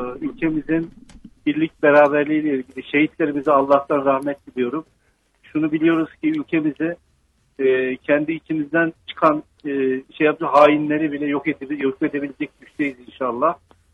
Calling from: Ankara, Turkey; Ankara'dan arıyorum

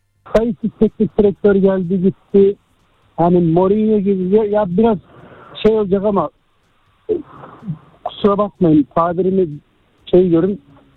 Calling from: Istanbul, Turkey; İstanbul'dan arıyorum.

